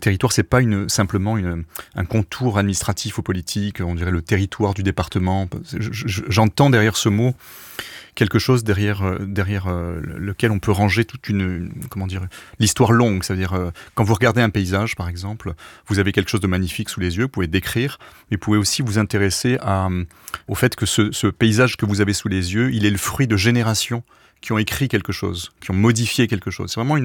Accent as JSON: {"language": "French", "town": "Marseille", "region": "Provence-Alpes-Côte d'Azur", "country": "France", "tie": "born there", "said": "Alors pas du tout, moi je suis né à Marseille"}